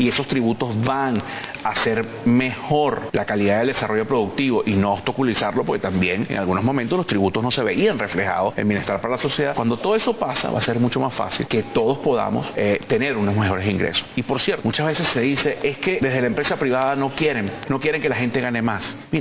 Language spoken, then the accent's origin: Spanish; Venezuela; Como venezolanos coincidíamos en más cosas que los que no estábamos de acuerdo.